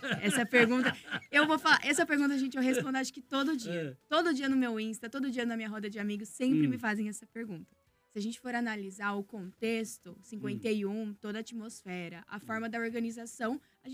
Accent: Londrina, Paraná, Brazil; also born or lived in Jataizinho; eu sou londrinense, né? Eu nasci em Jataizinho, mas vim pra Londrina

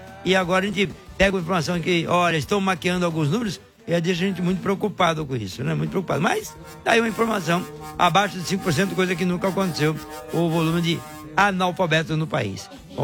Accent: Praia Grande, São Paulo, Brazil; sou da Praia Grande, São Paulo.

